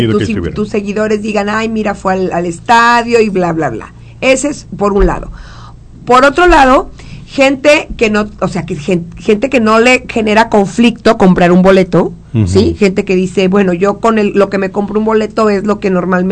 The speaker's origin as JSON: {"language": "Spanish", "country": "Mexico", "said": "como mexicanos no quedamos contentos"}